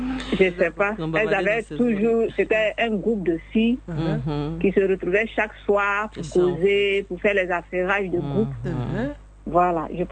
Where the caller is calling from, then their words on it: Abidjan, Côte d’Ivoire; J'appelle de Yopougon.